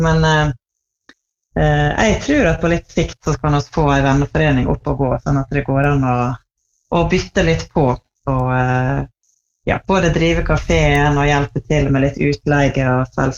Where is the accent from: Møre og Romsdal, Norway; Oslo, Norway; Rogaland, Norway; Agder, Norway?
Møre og Romsdal, Norway; Tresfjorden; Jeg vokste opp I Tresfjorden, som da på andre siden av fjellet. Da jeg var der, faren min var prest I Tresfjorden